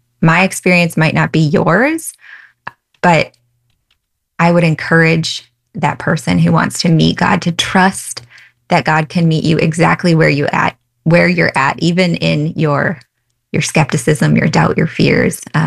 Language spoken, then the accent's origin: English; Minnesota, United States; I grew up right here in Minnesota, born and raised.